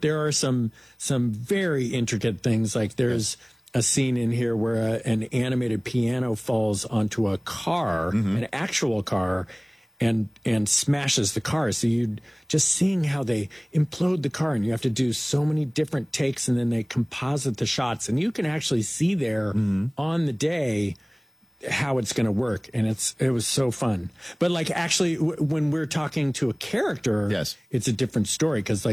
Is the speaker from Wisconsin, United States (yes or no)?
no; Oakland, California, United States; born there; I was born in Oakland. You know, my A's have done it too